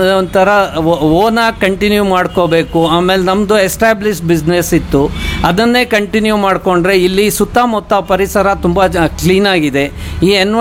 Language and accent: Kannada; Shivamogga, Karnataka, India; ನಾನು ಹುಟ್ಟಿದ್ದು ಶಿವಮೊಗ್ಗದಲ್ಲಿ 1974. ಆಮೇಲೆ ಈ ಓದಿರೋದೆಲ್ಲ ಶಿವಮೊಗ್ಗ ಸಿಟಿಲೇ.